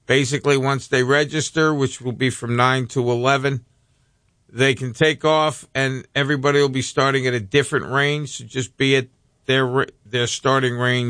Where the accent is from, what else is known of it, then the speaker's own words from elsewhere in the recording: New York City, New York, United States; moved away; I'm originally from Brooklyn